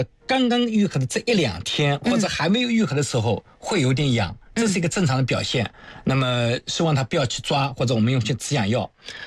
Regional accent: China

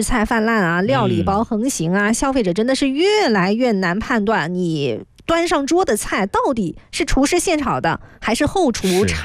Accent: Guangxi, China; 我是广西的

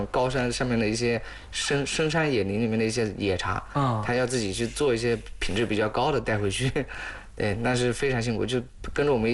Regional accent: Anhui, China; 我们泸溪

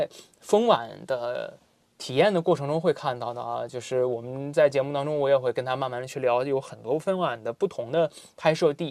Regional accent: Shanxi, China; 在我的老家山西，就是高粱面，就磨面。

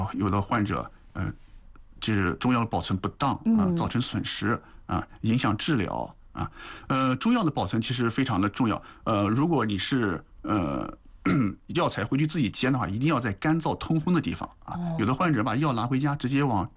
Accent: China

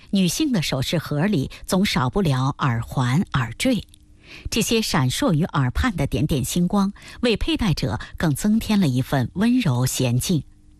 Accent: Hebei, China

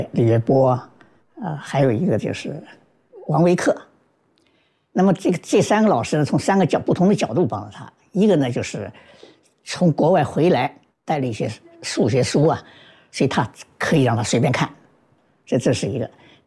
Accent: Jintan, Jiangsu, China

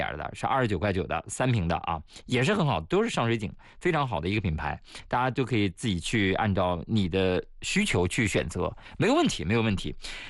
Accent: Shanxi, China; 当然，作为一个山西人，肯定给大家推荐的是山西正宗老陈醋。

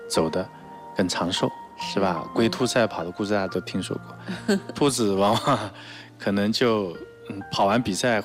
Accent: China; 我们中国人

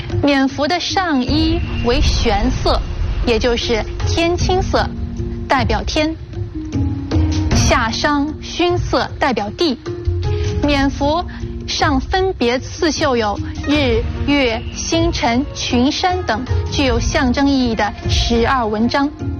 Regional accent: China; 作为中国人啊

